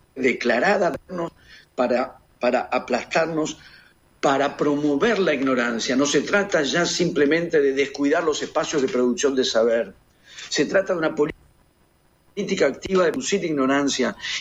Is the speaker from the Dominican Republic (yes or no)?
no; Argentina; en el país en el que vivo y del que soy